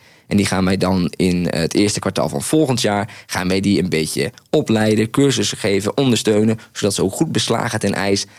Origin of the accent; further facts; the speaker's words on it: Groningen, Netherlands; Zo hard vond ik hem nog niet eens. Ze vonden mij juist heel direct als Groninger.